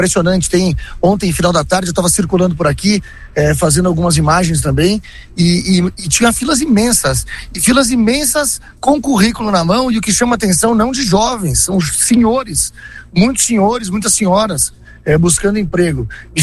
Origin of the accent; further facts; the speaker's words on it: Brazil; quando sabem que somos brasileiros